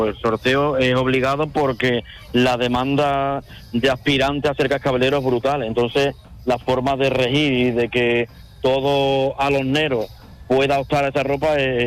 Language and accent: Spanish; Alosno, Andalusia, Spain